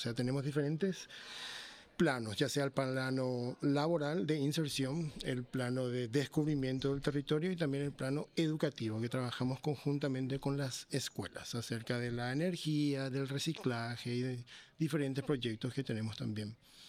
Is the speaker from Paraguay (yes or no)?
yes; Paraguay; moved away; also born or lived in United States